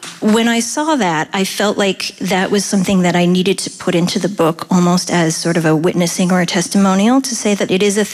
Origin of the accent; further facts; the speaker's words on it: Pennsylvania, United States; elementary school, I was born outside of Pittsburgh, and I was one of two people of color.